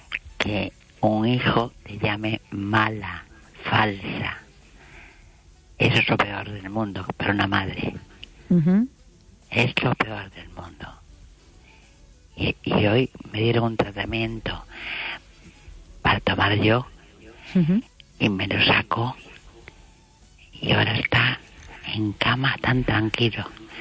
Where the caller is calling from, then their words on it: Vigo, Galicia, Spain; Desde Vigo.